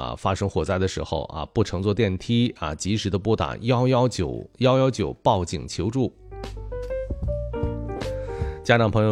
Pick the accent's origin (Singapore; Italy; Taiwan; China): China; Northeast China; moved away; 你像我的老家就是啊北方东北哈，